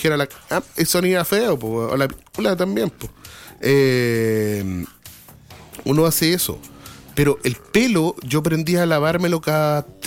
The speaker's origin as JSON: {"language": "Spanish", "town": "Santiago", "region": "Santiago Metropolitan Region", "country": "Chile", "tie": "born or raised there", "also_born_or_lived": "Lo Barnechea / Valparaíso", "moved": "as an adult", "lives_now": "Melipilla, Chile", "said": "yo soy nacido y criado en Conchalí, los primeros asaltos, devoluciones. Viví en La Pincoya, ¿cachai? Viví después en Lo Barnechea. Yo viví en Playa Ancha."}